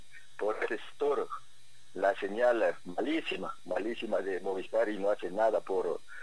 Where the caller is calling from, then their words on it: Ecuador; a los ecuatorianos nos tienen sumidos aquí